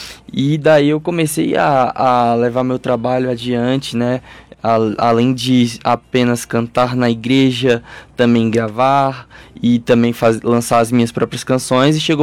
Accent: Juazeiro, Bahia, Brazil; eu sou um jovem de 22 anos. Sou de Juazeiro da Bahia.

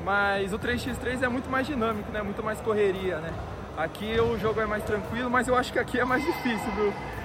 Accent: Piracicaba, São Paulo, Brazil; now in Limeira, Brazil; Eu sou de Piracicaba, tenho 23 anos.

